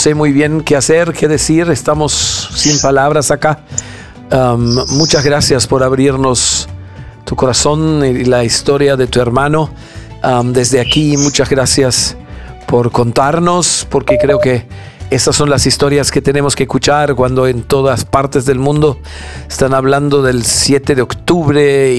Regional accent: Peru; aquí como peruanos estamos conmovidos

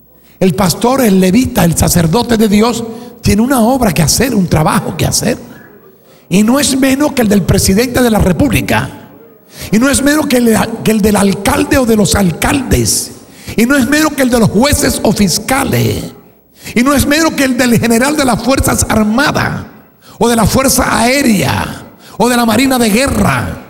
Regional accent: Cuba; en mi país, en Cuba

